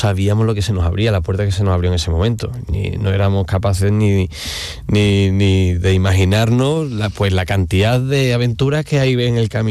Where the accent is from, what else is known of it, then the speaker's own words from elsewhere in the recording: Cádiz, Andalusia, Spain; Mira, yo soy de Cádiz, ¿no?